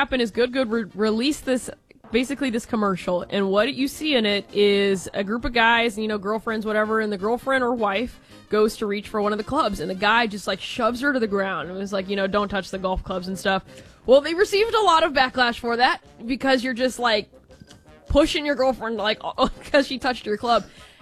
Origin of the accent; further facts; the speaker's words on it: Texas, United States; But I'm an only child. I'm from Texas. I got that, like, strong Texas, like, you know, personality.